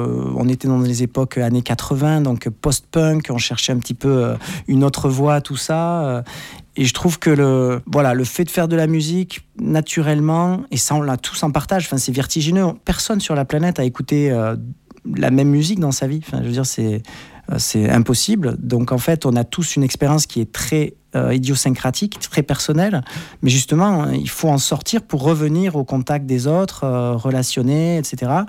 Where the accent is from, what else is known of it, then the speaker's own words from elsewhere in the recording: France; Même si je suis métropolitain, je veux dire, c'est quand même la France